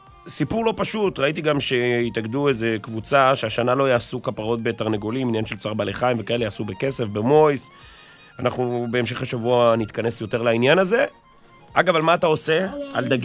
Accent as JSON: {"language": "Hebrew", "town": "Bnei Brak", "region": "Tel Aviv District", "country": "Israel", "tie": "born there", "also_born_or_lived": "Haifa", "said": "נולדתי בחיפה בגיל שנתיים-שלוש. הגיעו לבני ברק, ההורים התחתנו, אמא שלי מבני ברק, אבא שלי מחיפה"}